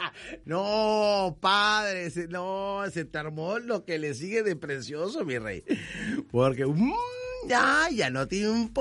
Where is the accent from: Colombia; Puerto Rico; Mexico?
Mexico; cómo nos sentimos muchos mexicanos el día de ayer